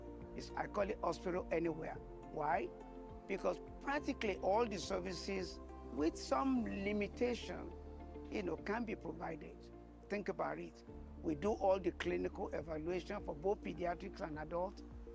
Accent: Nigeria; moved away as an adult; now in United States; I am originally from Nigeria, but educated in the United States, where I've been living for about 50 years.

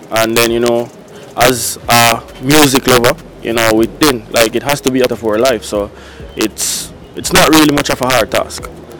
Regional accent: Jamaica; as a Jamaican DJ

